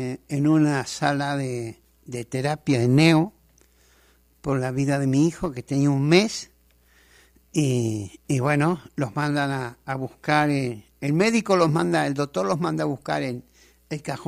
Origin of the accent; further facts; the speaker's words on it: Santa Rosa, La Pampa, Argentina; De Argentina, Santa Rosa La Pampa.